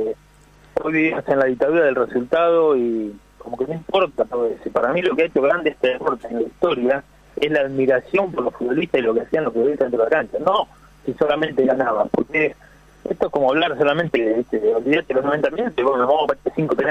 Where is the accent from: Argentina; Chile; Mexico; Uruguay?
Argentina; General Belgrano, Buenos Aires Province; fue la primera vez que mi pueblo entraba a una liga en La Plata.